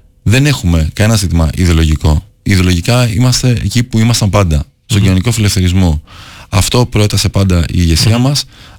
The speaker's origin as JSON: {"language": "Greek", "town": "Athens", "region": "Attica", "country": "Greece", "tie": "born or raised there", "said": "Ήρθαν πρόσφυγες μικρά παιδιά στην Αθήνα. Μεγαλώσαμε στην Αθήνα. Αγαπάω πάρα πολύ τον τόπο μου στην Καβάλα."}